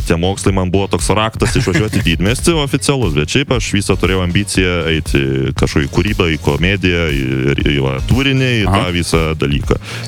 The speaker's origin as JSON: {"language": "Lithuanian", "town": "Panevėžys", "region": "Panevėžys County", "country": "Lithuania", "said": "Ne, aš panevėžietis."}